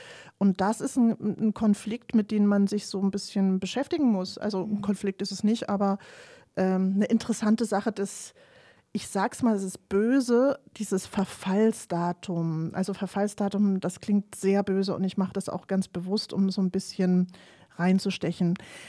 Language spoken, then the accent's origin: German; Leipzig, Saxony, Germany; Also ich bin ja in der DDR groß geworden und hatte dadurch natürlich eine andere Prägung.